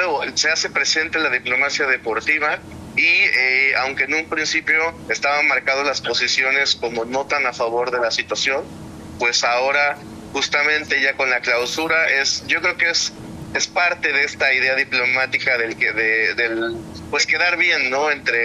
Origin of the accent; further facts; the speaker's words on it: Mexico; Como mexicano que no pudo asistir a los Juegos del Mundial